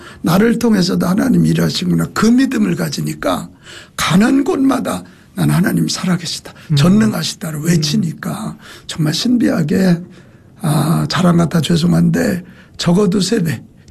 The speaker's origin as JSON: {"language": "Korean", "town": "Gongju", "region": "South Chungcheong", "country": "South Korea", "tie": "born or raised there", "also_born_or_lived": "Daejeon", "moved": "as an adult", "lives_now": "Seoul, South Korea", "said": "공주가 제 고향이고 제가 고등학교, 대학교를 대전에서 보냈고"}